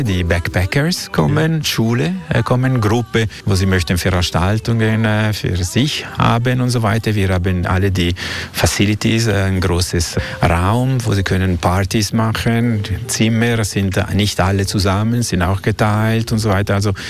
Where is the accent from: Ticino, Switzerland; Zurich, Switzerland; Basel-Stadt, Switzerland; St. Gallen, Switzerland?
Ticino, Switzerland; German is a second language; wir sind Schweizer-Italiani eigentlich.